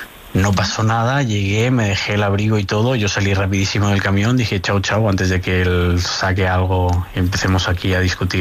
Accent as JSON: {"language": "Spanish", "town": "Barcelona", "region": "Catalonia", "country": "Spain", "said": "Barcelona, catalán."}